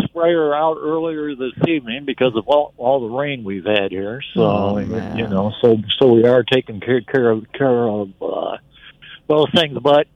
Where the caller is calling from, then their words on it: Freeport, Illinois, United States; I'm from Freeport, and we still have a separate franchise.